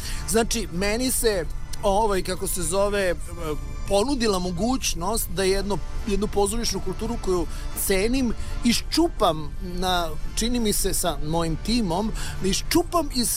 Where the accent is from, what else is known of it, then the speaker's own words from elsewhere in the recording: Belgrade, Serbia; born there; isto poreklom iz Crne Gore, ja jesam rođen u Beogradu, ali … su Crnogorci.